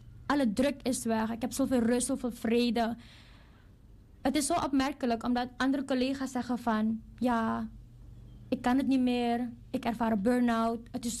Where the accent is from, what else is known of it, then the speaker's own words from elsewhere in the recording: The Hague, South Holland, Netherlands; Ik ben van Den Haag, Scheveningen.